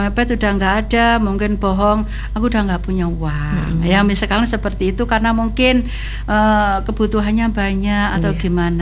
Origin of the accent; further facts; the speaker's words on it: Indonesia; karena saya juga orang Tawang Gede.